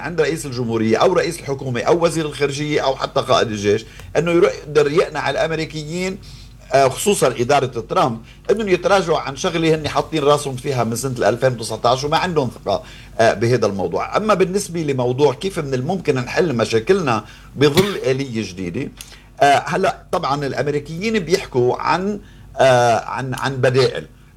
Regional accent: Lebanon; نحن كلبنانيين

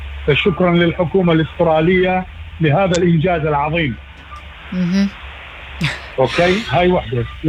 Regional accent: Iraq; now in Preston, Sydney, Australia; احنا من احنا صغار في مدارسنا، أنا بالعراق كنا نقرأ تاريخ أوروبا، نقرأ تاريخ العالم

